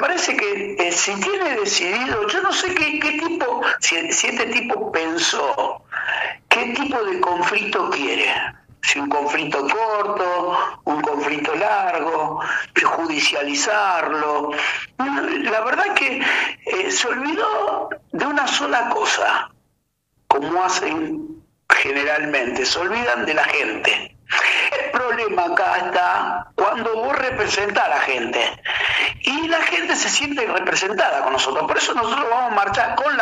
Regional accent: Rosario, Santa Fe, Argentina; Somos rosarinos

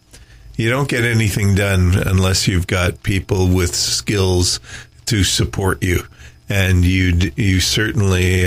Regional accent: Montreal, Quebec, Canada; moved away as an adult; also born or lived in Erin, Ontario; now in Minden Hills, Canada; So I grew up in Montreal, and I worked in lots of different industries, but mostly large multinationals.

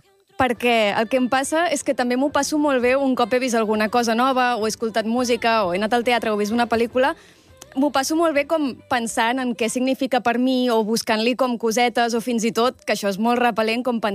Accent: Premià, Catalonia, Spain; Doncs em dono treva aquest estiu tornant a Premià, al meu poble, i recordant que hi ha platja

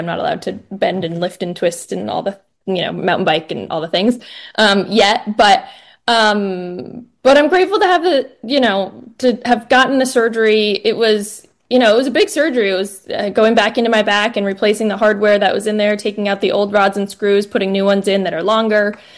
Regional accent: Vermont, United States; Yeah, so I grew up in Vermont.

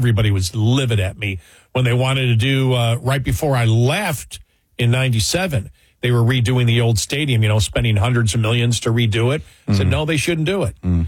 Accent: Buffalo, New York, United States; I grew up in Buffalo, and that's a football town.

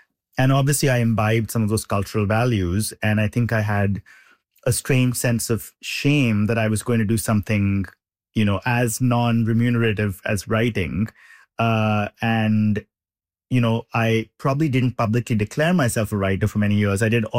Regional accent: India; moved away as an adult; now in United States; I grew up in India. I moved to the US for college.

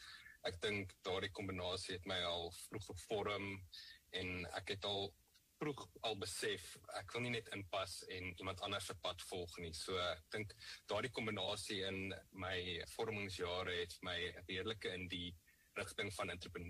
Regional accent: Johannesburg, Gauteng, South Africa; Ek het in Johannesburg groot geword, in 'n huis waar werk en dissipline en verantwoordelikheid belangrik was.

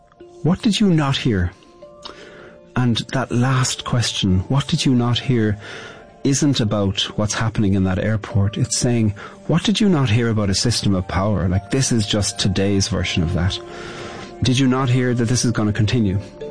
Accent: Ireland; I'm a poet from Ireland.

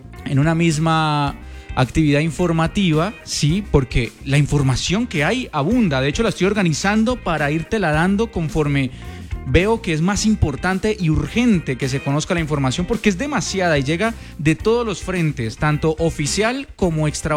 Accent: Cali, Valle del Cauca, Colombia; la situación que enfrentamos todos como caleños

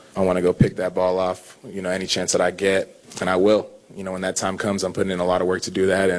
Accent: Canada; also born or lived in California; Growing up in Canada, I see a lot of ties. There's a lot of French Canadians, and kind of understanding like the French in New Orleans and Louisiana is pretty cool. But I mean, also being in California

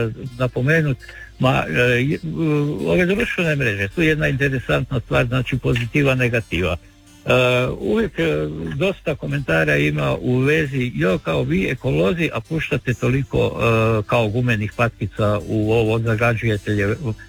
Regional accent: Čabar, Primorje-Gorski Kotar County, Croatia; Ja sam rođen u Čabru, živim u Čabru, evo, jednostavno u mojim godinama više ne planiram da ću bilo gdje drugdje otići. Znači, obitelj, djeca, svi smo nekako vezani u Čabar

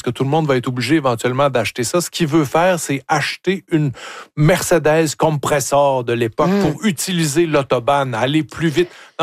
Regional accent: Cookshire, Quebec, Canada; Moi, j'avais un voisin quand j'étais petit, je viens, je le répète, de Cookshire, comme disent les anglophones

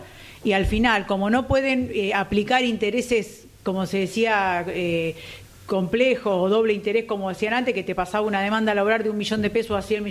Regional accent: Argentina; Parece, yo parezco, que soy argentina, pero vengo de descendencia del Piamonte, mi familia viene de Rondizone

